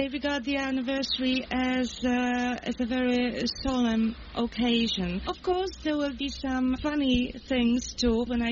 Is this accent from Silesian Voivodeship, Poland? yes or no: no; Radzymin, Masovian Voivodeship, Poland; If I may speak for myself, being born and raised in Radzymin, I'm very proud of its history.